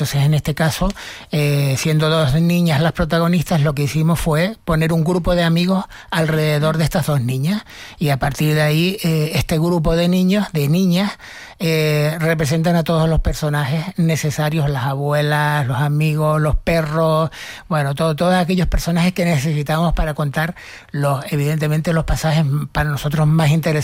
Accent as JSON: {"language": "Spanish", "town": "Tejina", "region": "Canary Islands", "country": "Spain", "tie": "born or raised there", "said": "yo, en mi pueblo, en Tejina, en el que nací"}